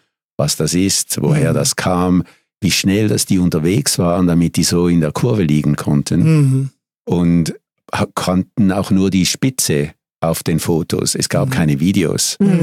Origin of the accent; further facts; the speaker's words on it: Switzerland; Also ursprünglich bin ich aus der Schweiz und mit einem portugiesischen Vater und einer Schweizer Mutter aufgewachsen.